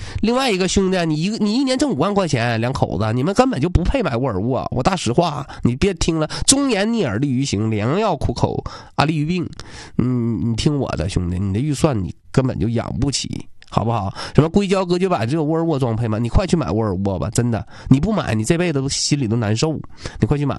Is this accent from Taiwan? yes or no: no; Changchun, Jilin, China; 我长春人，我比较支持我们大众。